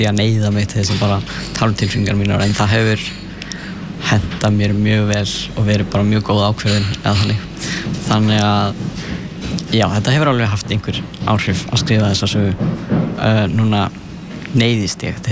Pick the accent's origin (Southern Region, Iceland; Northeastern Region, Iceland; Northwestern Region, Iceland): Northwestern Region, Iceland; Vatnsnes; Já, ég er frá Vatnsnesi.